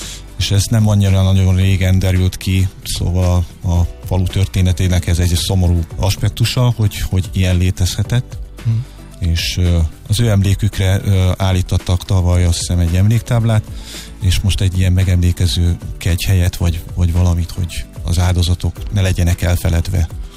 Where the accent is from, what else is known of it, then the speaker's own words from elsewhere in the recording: Hungary; de azért csak itt élünk Magyarországon, magyarok vagyunk, mi is ugyanúgy.